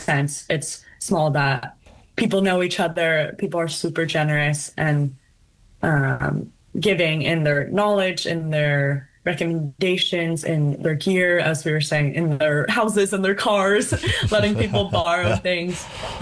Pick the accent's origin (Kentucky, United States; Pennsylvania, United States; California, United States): California, United States; especially growing up in California, such a big state, so many people.